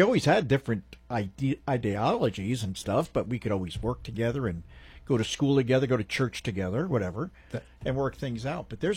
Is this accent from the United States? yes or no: yes; New Jersey, United States; You see, because the Jersey attitude, okay, because I'm from Jersey, right?